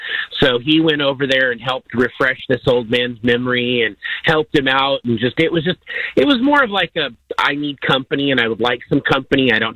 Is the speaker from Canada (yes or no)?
no; Wyoming, United States; moved away; I grew up listening to in Wyoming.